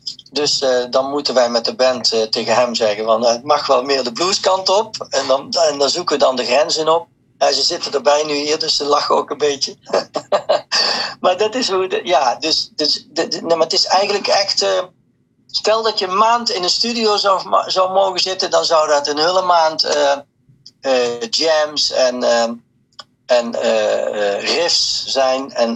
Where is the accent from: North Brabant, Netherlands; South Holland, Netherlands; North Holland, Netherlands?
North Brabant, Netherlands; En ik ben gewoon een Brabantse jongen, dus hoe komen die woorden dan ook in het Engels?